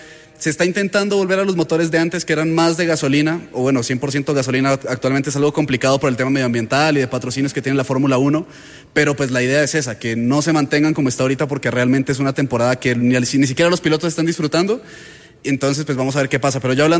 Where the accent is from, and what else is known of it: Ecuador